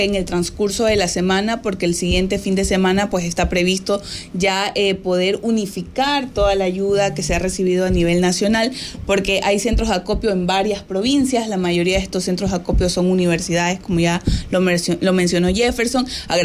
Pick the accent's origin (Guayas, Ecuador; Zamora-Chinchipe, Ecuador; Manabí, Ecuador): Manabí, Ecuador; Manta; nosotros como manabitas, como ecuatorianos, ya lo vivimos. En 2016 un terremoto que azotó la provincia, en mi cantón Manta fue también muy fuerte